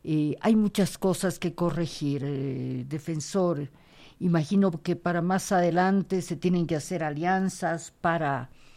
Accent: Bolivia; Somos también bolivianos

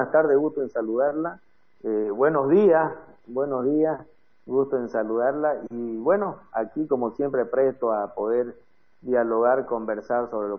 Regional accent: Bolivia; pese a que somos millones los bolivianos que la defendemos

